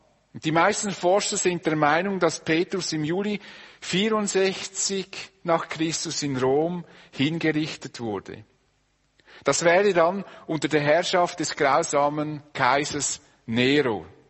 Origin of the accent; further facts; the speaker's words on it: Switzerland; Das wollen wir gar nicht und als Schweizer schon erst recht nicht.